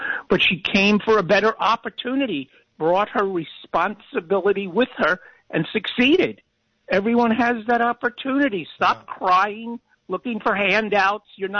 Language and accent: English; California, United States; I grew up in California.